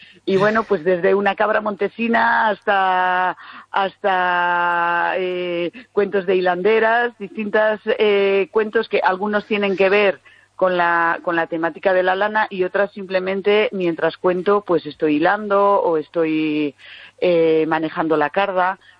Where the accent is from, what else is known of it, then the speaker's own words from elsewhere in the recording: San Vitero, Castile and León, Spain; born there; en mi pueblo, en San Vitero, donde vivo